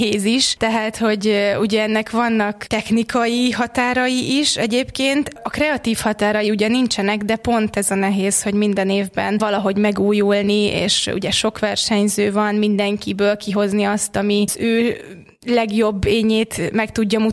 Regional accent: Dabas, Pest, Hungary; born or raised there

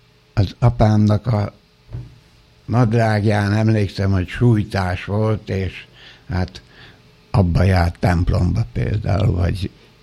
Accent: Budapest, Hungary; born there; az anyám már a eljövendő köröztapáméknál Budapesten várta a szülési időpillanatát, és így kórházba születtem 13. kerületben.

